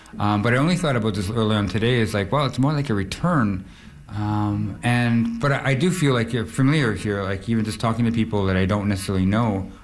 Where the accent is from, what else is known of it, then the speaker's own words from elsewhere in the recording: Winnipeg, Manitoba, Canada; So I was born and raised in Winnipeg, but my mother comes from this community, and her parents come from this community